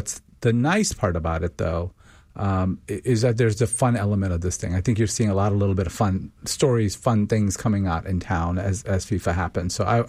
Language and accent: English; New York, United States; Other than that, I remember growing up in New York